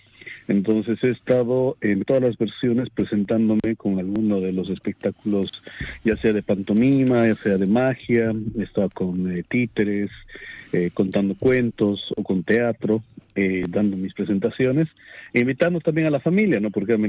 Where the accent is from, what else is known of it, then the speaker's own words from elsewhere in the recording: Tupiza, Potosí, Bolivia; moved away; soy de Bolivia. Evidentemente tengo una descendencia italiana. Pero nací en Bolivia y me crié en Bolivia, en la ciudad de Tupiza, que es muy cerca a la frontera con Argentina.